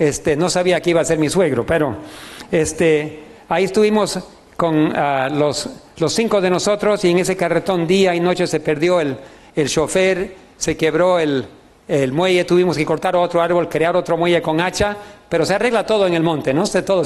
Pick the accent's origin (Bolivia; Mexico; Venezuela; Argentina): Bolivia; Trinidad, Beni; Ahí nos criamos en Trinidad, yendo por diferentes lugares, y bueno, es la herencia que hemos recibido de nuestros padres consagrados.